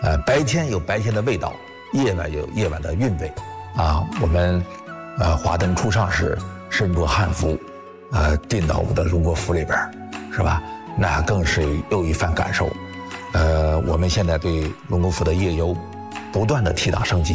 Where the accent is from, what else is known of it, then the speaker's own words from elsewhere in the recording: Zhengding, Hebei, China; 我的家乡正定啊